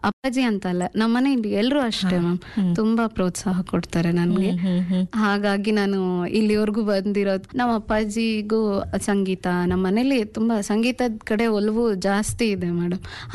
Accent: Vijayanagara district, Karnataka, India; moved away as an adult; also born or lived in Harapanahalli; now in Davanagere, India; ನಮ್ದು ಕುಣೆಮಾದಿ ಹಳ್ಳಿ ಅಂತ, ಕೊಟ್ಟೂರ್ ಹತ್ರ, ಹರಪನಹಳ್ಳಿ ತಾಲೂಕು, ವಿಜಯನಗರ ಡಿಸ್ಟಿಕ್ ನಮ್ದು. ಅಲ್ಲಿ ನಮ್ದು ಒಂದು ಚಿಕ್ಕ ಗ್ರಾಮ

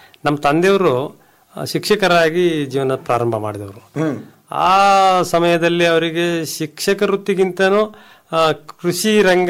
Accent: Karnataka, India; ನನ್ನ ಊರು ಕೊರಗಿ ಅಂತ ಸರ್, ಶಿವಮೊಗ್ಗ ತಾಲೂಕು ಹುಣಸಿ ಹೋಬಳಿ ಕೊರಗಿ ಗ್ರಾಮ ಚುರುಡಿ ಪೋಸ್ಟ್.

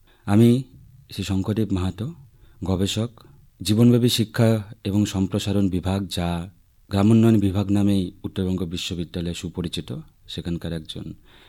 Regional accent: India

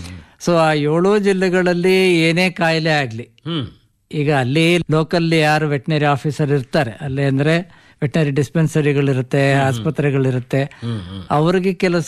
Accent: Bengaluru, Karnataka, India; ನಿಜ ಹೇಳ್ಬೇಕು ಅಂತಂದ್ರೆ ಬೆಂಗಳೂರು, ನಾನು ಆಕ್ಚುಲಿ ಬೆಂಗಳೂರಿನವನು, ಬೆಂಗಳೂರು ಡಿಸ್ಟ್ರಿಕ್ಟ್

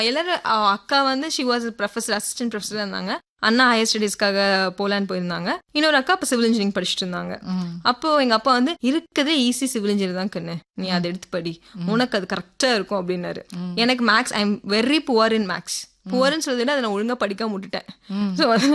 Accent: Erode, Tamil Nadu, India; நான் வந்து Erode ma'am, proper Erode. Native எல்லாமே எனக்கு ஈரோடு தான். ஸ்கூலிங் ஈரோட்ல தான் படித்தேன். கிறிஸ்ட் ஜோதி ஸ்கூல், பிவி ஸ்கூல், ரெண்டு ஸ்கூல்ல primary and secondary, high school படித்தேன்.

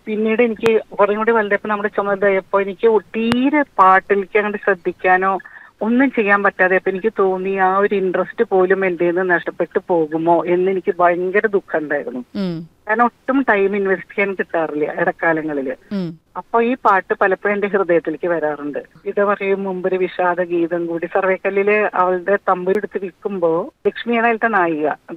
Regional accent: Thrissur, Kerala, India; also born or lived in Ernakulam; തൃശ്ശൂർ തന്നെ. ഞാൻ വീടും ഇവിടെയാണ്, തൃശ്ശൂർ തന്നെയാണ്.

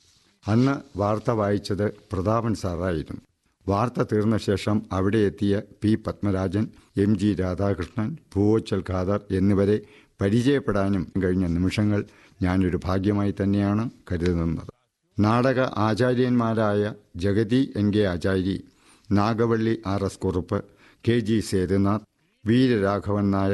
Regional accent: Chirayinkeezhu, Kerala, India

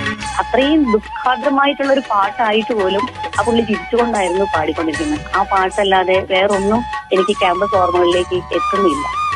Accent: Kozhikode, Kerala, India; ഞാൻ കോഴിക്കോട് സ്വദേശിനിയാണ്. പഠിച്ചത് government arts and science college കോഴിക്കോടാണ്.

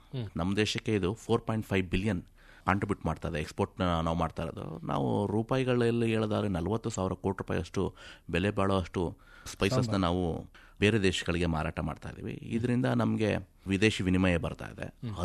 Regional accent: Karnataka, India

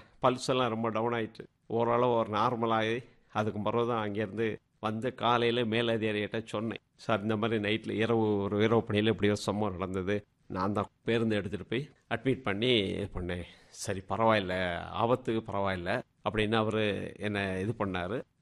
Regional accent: Marungur, Tamil Nadu, India; born there; நான் பிறந்த ஊர் வந்து மருங்கூர்.

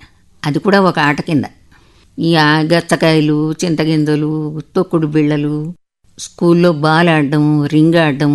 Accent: Vijayawada, Andhra Pradesh, India; నా బాల్యం విజయవాడలోనే జరిగిందండి. అమ్మవారి గుడి మెట్ల దగ్గర ఉండేవాళ్ళం.

